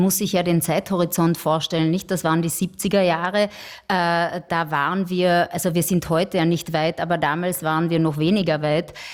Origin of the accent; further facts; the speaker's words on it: Ludmannsdorf, Carinthia, Austria; und ich komme nicht aus Klagenfurt, sondern wirklich aus der Kärntner Provinz, eben aus meinem Dorf Ludmannsdorf, gilt, dass der Weg vom Dorf nach Klagenfurt auch für mich der längste blieb.